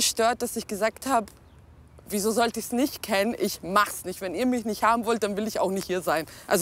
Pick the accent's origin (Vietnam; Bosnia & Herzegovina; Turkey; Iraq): Bosnia & Herzegovina; now in Germany; wenn wir in Bosnien sind